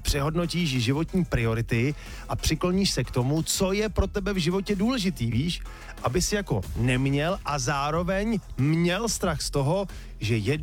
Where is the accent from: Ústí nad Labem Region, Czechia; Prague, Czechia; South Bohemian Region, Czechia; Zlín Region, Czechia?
Ústí nad Labem Region, Czechia; Most; dám vám pár adres u nás v Mostě, zastavte se tam, jenom se projdete.